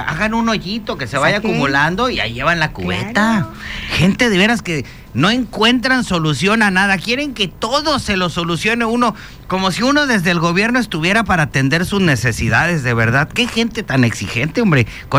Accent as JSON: {"language": "Spanish", "country": "Mexico", "said": "así somos incluso los mexicanos"}